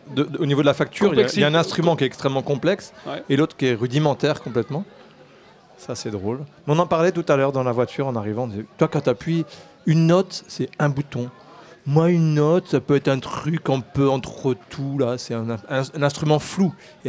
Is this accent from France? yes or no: yes; Hauts-de-France, France; Ah, désolé, je suis picard.